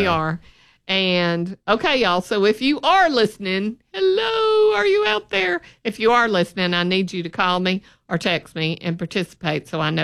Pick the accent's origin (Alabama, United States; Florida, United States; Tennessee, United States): Alabama, United States; Birmingham; I grew up in Birmingham and lived here all my life.